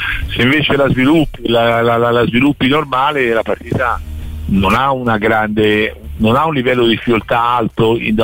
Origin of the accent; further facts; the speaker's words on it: Tuscany, Italy; siamo toscani.